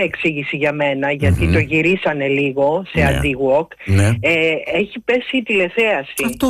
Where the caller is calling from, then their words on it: Marousi, Attica, Greece; είμαι κάτι από Μαρούση